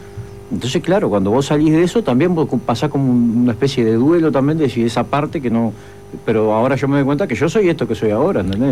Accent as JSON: {"language": "Spanish", "town": "Minas", "region": "Lavalleja", "country": "Uruguay", "moved": "yes", "said": "yo vengo de Minas, La Valleja."}